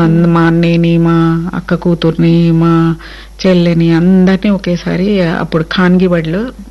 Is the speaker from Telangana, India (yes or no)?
yes; Nalgonda district, Telangana, India; మాది మారుమూల గ్రామము, నల్గొండ జిల్లా మిర్యాలగూడ దగ్గర భల్లు నాయక్ తండా. మిర్యాలగూడకి ఒక 10-12 కిలోమీటర్స్ దూరంలో ఉంటుంది. ఆ తండాలో పుట్టి పెరిగాను నేను. ప్రాథమిక పాఠశాల అక్కడే, 1-5 వరకు అక్కడే చదువుకున్నాను, ఖాన్గీ బడిలో. గవర్నమెంట్ స్కూల్ లేదు మా దగ్గర